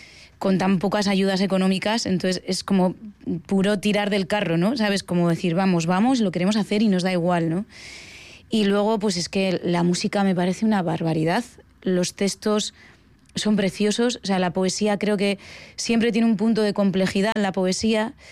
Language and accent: Spanish; Barakaldo, Basque Country, Spain; Yo soy de Baracaldo, o sea, no he vivido en el campo en mi vida.